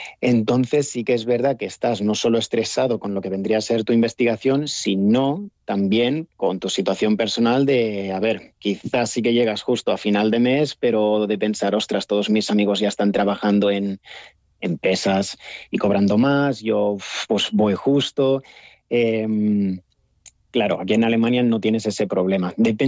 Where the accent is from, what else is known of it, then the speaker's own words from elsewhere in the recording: Spain; now in Bonn, Germany; Entonces, yo no soy el único español aquí en Bonn, es que me he encontrado un montón, españoles, italianos